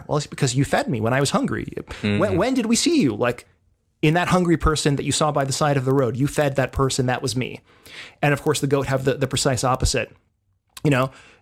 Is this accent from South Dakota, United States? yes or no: no; New York City, New York, United States; I come from New York City.